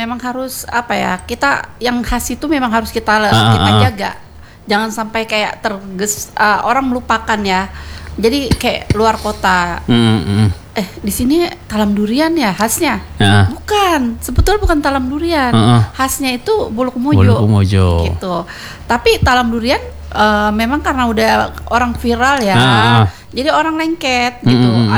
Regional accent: Jakarta, Indonesia; now in Pekanbaru, Indonesia; Bukan, saya orang Jakarta.

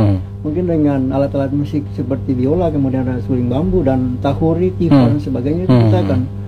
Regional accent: Maluku, Indonesia; Musik yang menjadi identitas kita, baik itulah musik kita orang Maluku.

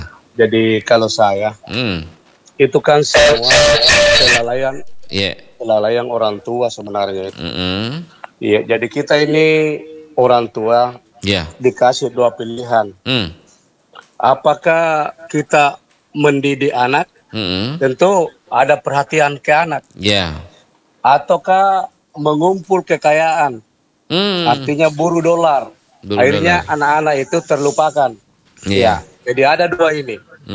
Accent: South Sulawesi, Indonesia; Kita orang Sulsel.

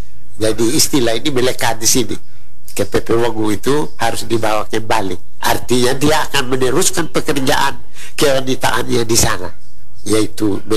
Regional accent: Sabu, East Nusa Tenggara, Indonesia; kita sebagai orang Sabu.

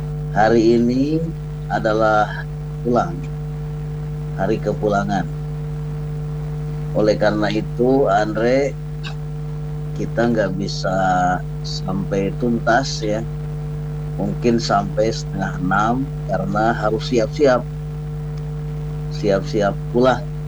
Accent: West Java, Indonesia

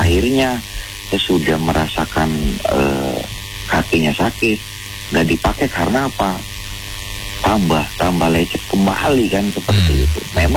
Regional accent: West Java, Indonesia; Karena saya orang Sunda ya.

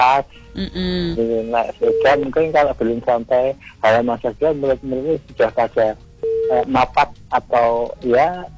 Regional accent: Yogyakarta, Special Region of Yogyakarta, Indonesia; dulu juga ada pakai pakaian khas dari saya dari Jogja

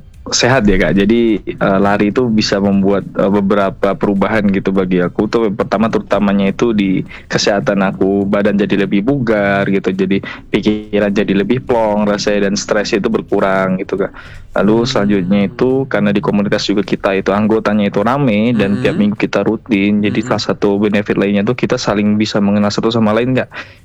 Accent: Padang, West Sumatra, Indonesia; moved away as an adult; now in Bandung, Indonesia; Saya kebetulan asli Padang kak.

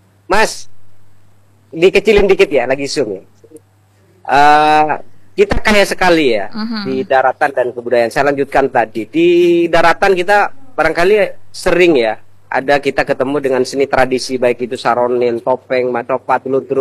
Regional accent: East Java, Indonesia; Di situ ada bahasa Bajo, bahasa Mandar yang barangkali kalau kita orang Madura asli akan rooming ya

